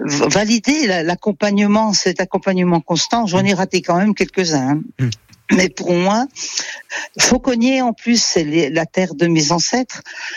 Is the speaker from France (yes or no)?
yes; Montbéliard, Bourgogne-Franche-Comté, France; j'ai vécu longtemps mon enfance à Montbéliard avec un papa Peugeot.